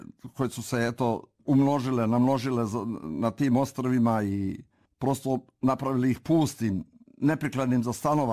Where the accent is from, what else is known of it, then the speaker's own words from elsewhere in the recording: Morakovo, Nikšić Municipality, Montenegro; A u tom mom zavičaju u Župi Nikšićkoj u selu Morakovu, planinskom, tih 50. godina niko nije znao za mungose